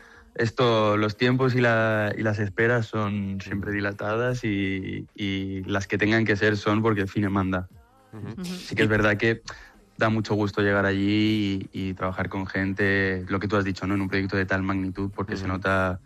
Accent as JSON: {"language": "Spanish", "region": "Valencian Community", "country": "Spain", "said": "Soy valenciano, pero mi mallorquín no está muy listo."}